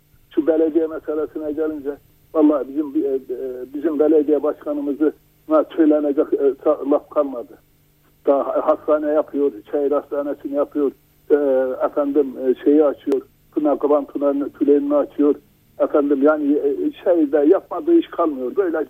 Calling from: Erzurum, Turkey; Erzurum'dan arıyorum.

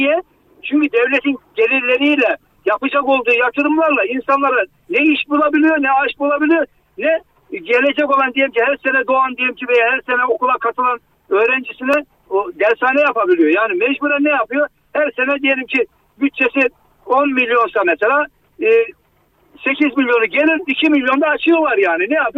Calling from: Ordu, Turkey; Ordu'dan arıyorum da.

